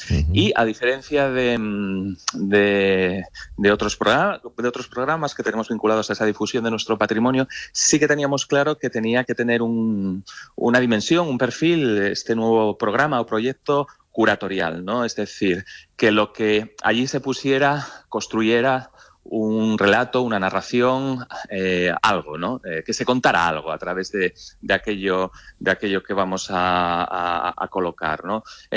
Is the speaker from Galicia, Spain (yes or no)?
no; Gijón, Asturias, Spain; yo al fin y al cabo soy de Gijón